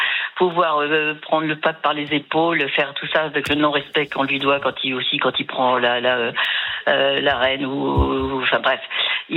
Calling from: Paris, Île-de-France, France; Oui, je suis parisienne.

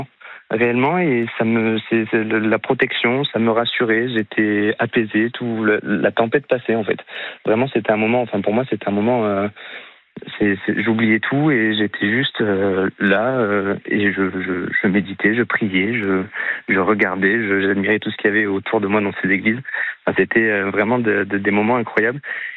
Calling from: Bordeaux, Nouvelle-Aquitaine, France; Non, alors je suis de Bordeaux

